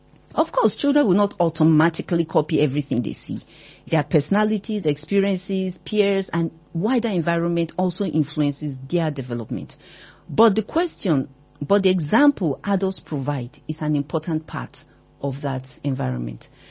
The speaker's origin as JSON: {"language": "English", "country": "Nigeria"}